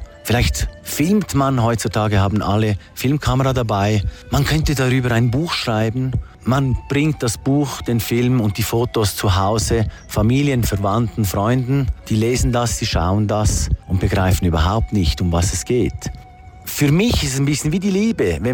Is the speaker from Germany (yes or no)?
no; Switzerland; moved away as an adult; now in Sucre, Bolivia; Ich bin Schweizer, bin Bolivianer geworden, weil ich verheiratet bin mit einer Bolivianerin, die ich vor 26 Jahren hier kennengelernt habe in Bolivien. Ich wohne jetzt seit 15 Jahren hier in Sucre